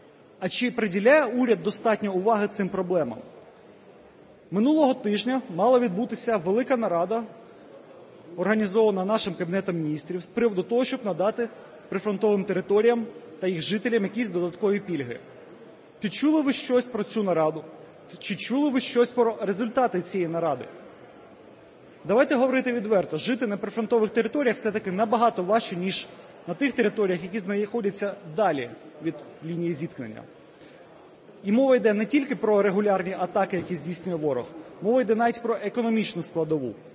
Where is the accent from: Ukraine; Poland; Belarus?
Ukraine; Zaporizhzhia, Zaporizhzhia Oblast; моє рідне Запоріжжя